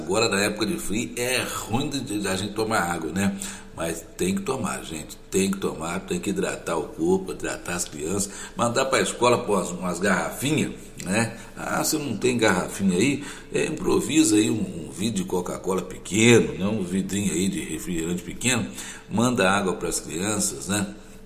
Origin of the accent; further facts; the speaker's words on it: Santo Antônio de Pádua, Rio de Janeiro, Brazil; lá na minha cidade, lá em Pádua, né? Eu morei um pouco, boa parte da minha infância em Pádua.